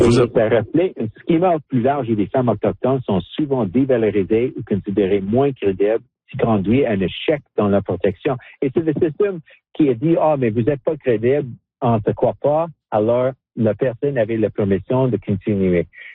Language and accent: French; Saskatchewan, Canada; French is a second language; moved away as an adult; je viens de Saskatchewan. Il n'y a pas beaucoup de français là-bas. Et j'ai vraiment appris le français à l'âge de 26 ans quand j'ai joindre l'armée canadienne.